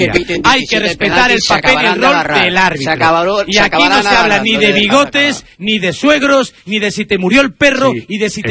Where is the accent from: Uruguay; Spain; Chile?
Spain; yo como español me tengo que comer a Paredes, que me ha dado 17 patadas